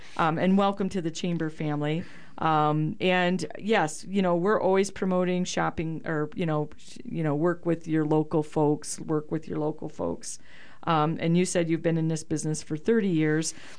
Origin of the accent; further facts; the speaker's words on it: Michigan, United States; now in Sedona, United States; I'm originally from Michigan. So I know what you're talking about.